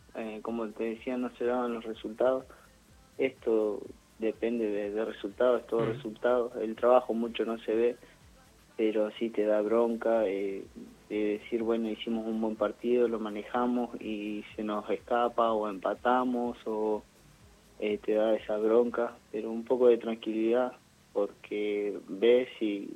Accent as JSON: {"language": "Spanish", "town": "Chos Malal", "region": "Neuquén", "country": "Argentina", "tie": "born or raised there", "said": "acá en mi pueblo no tengo que viajar, estoy con mi familia"}